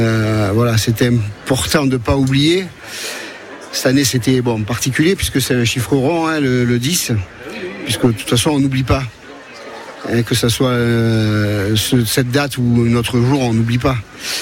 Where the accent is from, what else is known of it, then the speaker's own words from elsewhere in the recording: Nice, Provence-Alpes-Côte d'Azur, France; Alors pour nous les Niçois, oui.